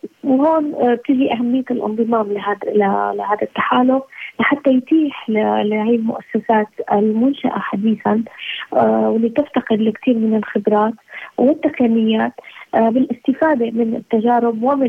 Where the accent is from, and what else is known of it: Syria